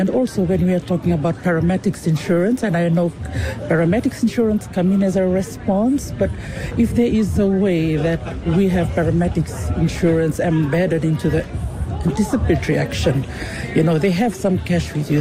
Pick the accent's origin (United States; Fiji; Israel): Fiji; I'm the Chief Executive Officer for the Pacific Disability Forum. I am from Fiji.